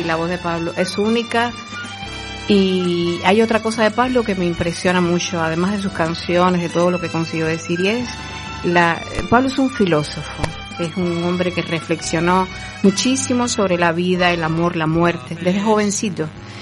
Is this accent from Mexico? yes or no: no; Havana, Cuba; moved away; siendo habaneras las dos